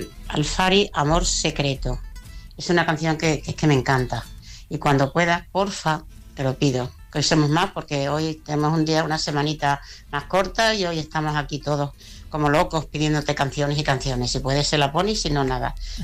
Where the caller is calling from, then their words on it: Galapagar, Community of Madrid, Spain; de Galapagar.